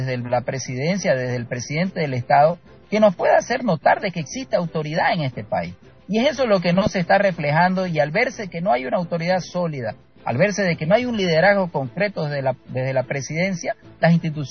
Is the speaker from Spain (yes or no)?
no; Santa Cruz, Bolivia; hacer prevalecer nuestros derechos como cruceño